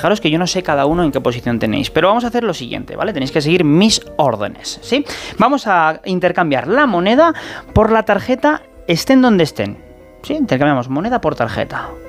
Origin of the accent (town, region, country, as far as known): Cisneros, Castile and León, Spain